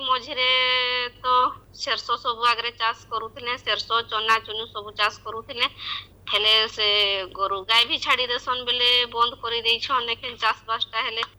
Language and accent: Odia; Line, Odisha, India; ଆମର ଗାଁ ନାଁ ହଉଛେ ଲାଇନ ଆଉ ବ୍ଲକଟା ହେଲା ରାଜଗାମପୁର।